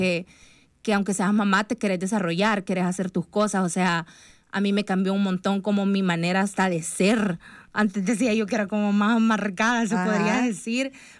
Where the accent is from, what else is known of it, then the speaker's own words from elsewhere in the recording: El Salvador; Nosotros crecimos creyendo siempre como, ay, es que como soy de El Salvador, no se puede.